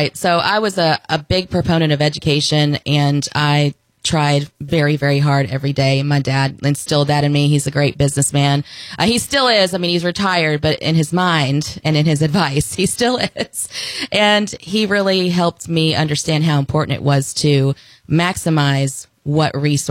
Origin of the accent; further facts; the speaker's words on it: Nashville, Tennessee, United States; I'm from Nashville, and it's such a cool town. Like we were talking about, it's so diverse and it has so many stories.